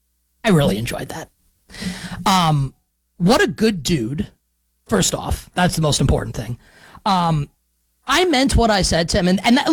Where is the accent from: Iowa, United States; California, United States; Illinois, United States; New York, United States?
New York, United States; And look, I'm a New Yorker and I'm a Knicks fan